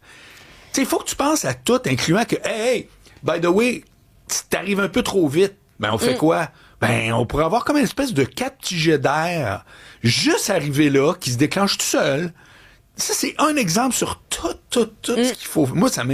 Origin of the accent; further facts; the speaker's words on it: Quebec City, Quebec, Canada; now in Montreal, Canada; Moi, j'habite dans le quartier des spectacles, fait que je connais le bout ici comme faut, puis je viens de Québec.